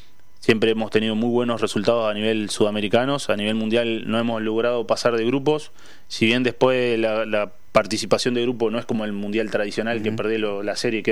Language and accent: Spanish; Uruguay; hay una creencia de que podemos a veces lograr lo imposible como uruguayo